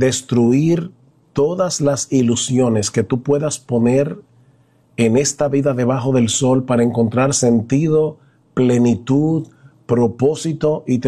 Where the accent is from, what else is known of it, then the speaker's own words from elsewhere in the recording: San Juan de la Maguana, San Juan, Dominican Republic; moved away; cuando yo vivía en mi pueblo, San Juan de la Maguana, que había una época del año que tú te levantabas por la mañana y había mucho vapor, mucha niebla, porque era muy húmedo.